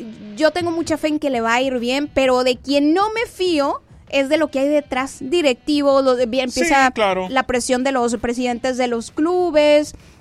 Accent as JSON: {"language": "Spanish", "country": "Mexico", "said": "doble moral somos los mexicanos"}